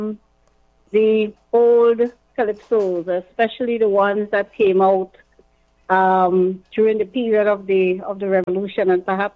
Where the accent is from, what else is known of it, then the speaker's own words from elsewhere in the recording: Castries, St. Lucia; I grew up in the Carenage area. You can call me a wharf girl